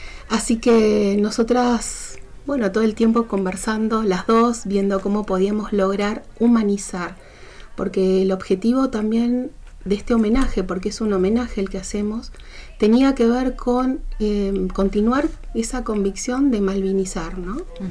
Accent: Río Gallegos, Santa Cruz, Argentina; como personas nacidas y criadas en Río Gallegos

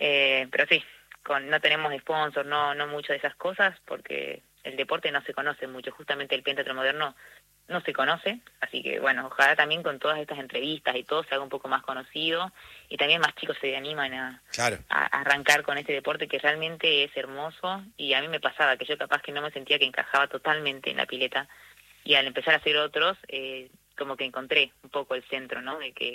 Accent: Salta, Argentina; Yo soy de Capital.

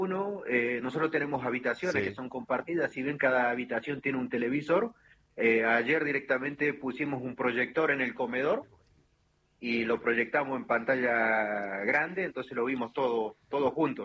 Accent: Trelew, Chubut, Argentina; De Trelew, Chubut, sí.

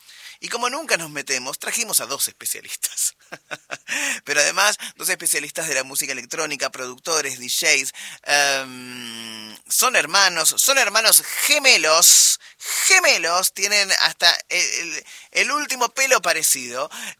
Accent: Argentina; el cómo somos los argentinos.

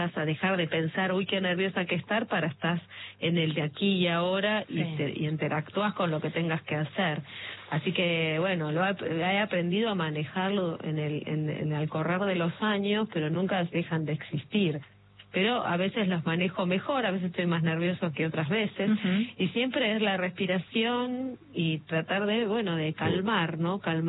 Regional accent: Barracas, Buenos Aires Province, Argentina; Yo soy de Barracas.

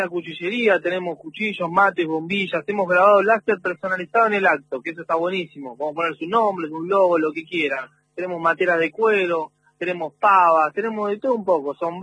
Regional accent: Santa Clara del Mar, Buenos Aires Province, Argentina; Somos de Santa Clara del Mar, Camel Norte somos nosotros, tenemos una cuchillería.

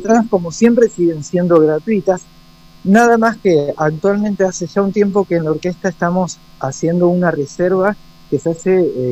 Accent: Rosario, Santa Fe, Argentina; now in Viedma, Argentina; soy de Rosario

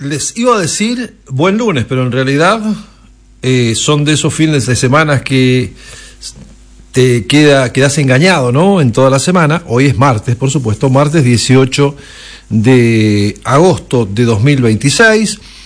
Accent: Argentina

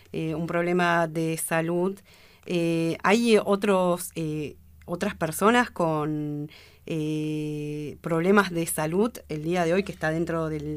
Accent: Esquel, Chubut, Argentina; nosotros que venimos de Esquel

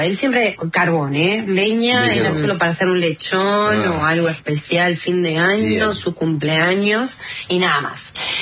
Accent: Banfield, Buenos Aires Province, Argentina; now in San Vicente, Argentina; Yo, bueno, zona sur, yo me crié en Banfield.

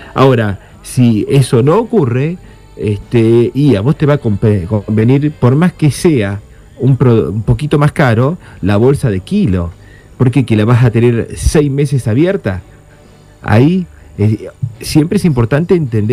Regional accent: Argentina; como buenos argentinos y argentina

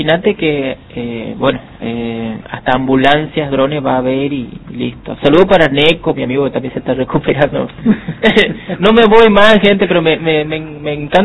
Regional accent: Formosa, Argentina; moved away; todos me preguntan, ¿soy de Formosa o de Salta? No, de Formosa soy, pero ¿por qué no hablas así con la cantadita del Paraguay? Y porque, bueno, nosotros tenemos, viste que nuestra cultura es salto-chaqueña

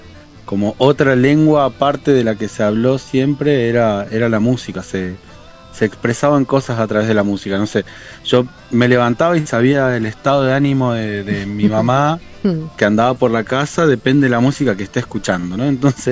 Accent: Chos Malal, Neuquén, Argentina; born there; now in Plottier, Argentina; soy nacido en Chosmalal, allá en el norte neuquino, pero ya hace varios años que vivo por acá, por el valle, específicamente acá en Plotier.

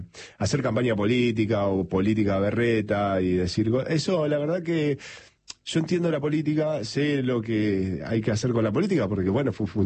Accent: Argentina; Somos argentinos, somos de sangre caliente

